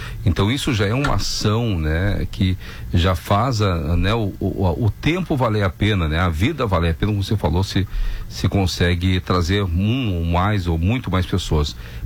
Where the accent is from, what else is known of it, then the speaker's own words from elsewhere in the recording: Cidreira, Rio Grande do Sul, Brazil; me criei em Cidreira